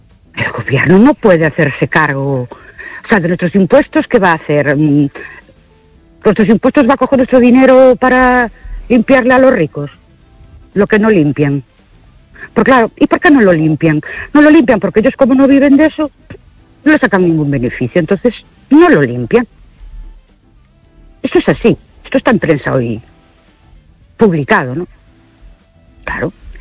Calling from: Ourense, Galicia, Spain; de Ourense.

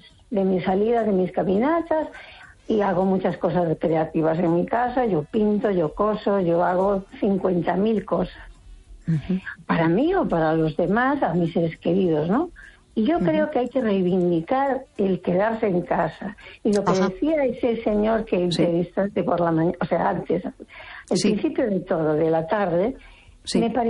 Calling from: Vigo, Galicia, Spain; Llamo desde Vigo.

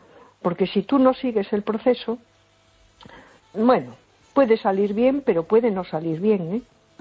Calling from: A Coruña, Galicia, Spain; de Coruña.

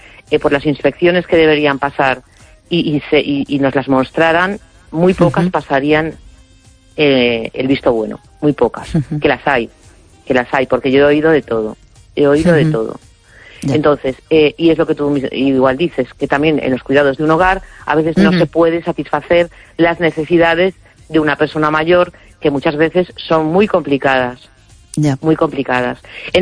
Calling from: A Coruña, Galicia, Spain; de La Coruña.

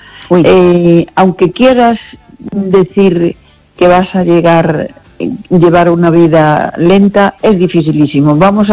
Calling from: Baiona, Galicia, Spain; de Bayona.

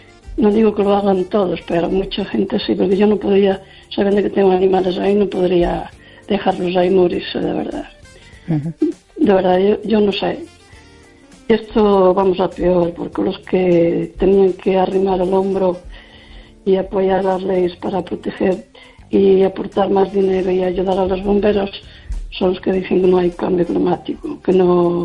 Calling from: Lugo, Galicia, Spain

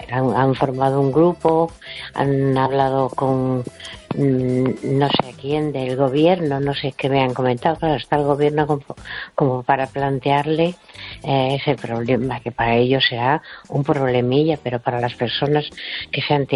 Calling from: Puentedeume, Galicia, Spain; De Puente de Hume

